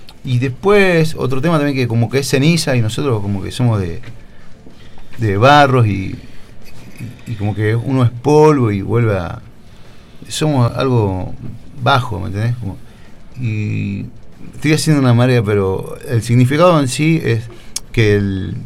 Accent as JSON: {"language": "Spanish", "region": "Buenos Aires", "country": "Argentina", "said": "Yo que soy de Argentina, de Buenos Aires"}